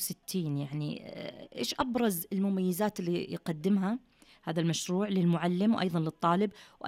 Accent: Saudi Arabia; إحنا كسعوديين

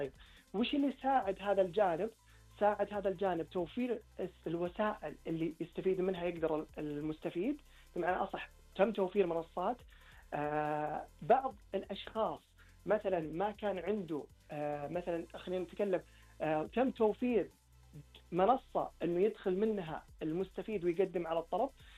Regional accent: Saudi Arabia; عندنا في المملكة العربية السعودية

